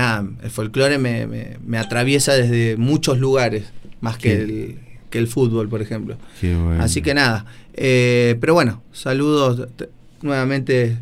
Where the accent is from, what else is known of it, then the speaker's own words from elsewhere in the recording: Argentina; desde lo que somos como pueblo argentino